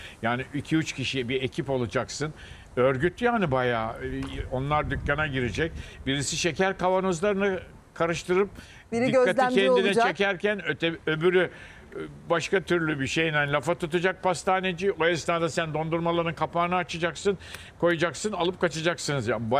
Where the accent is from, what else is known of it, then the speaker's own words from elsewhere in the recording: Istanbul, Turkey; also born or lived in Fatsa; Hayır, ben doğma büyüme İstanbul'uyum. Modalıyım ben ya.